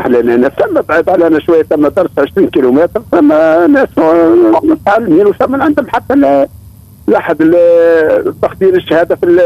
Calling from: Tunisia; من برقة، من برقة عند رحمة.

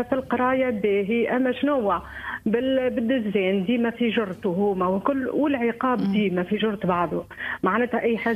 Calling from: Korba, Nabeul Governorate, Tunisia

